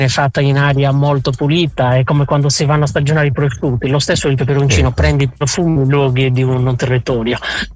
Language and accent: Italian; Sardinia, Italy; anche noi sardi